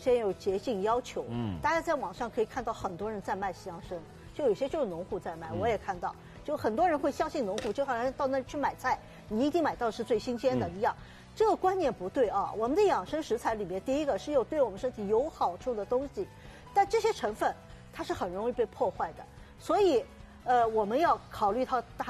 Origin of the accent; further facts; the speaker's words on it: China; 我们中国人